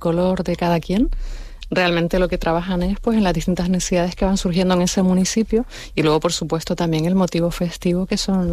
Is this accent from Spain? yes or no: yes; Canary Islands, Spain; algo totalmente desconocido para mí como canaria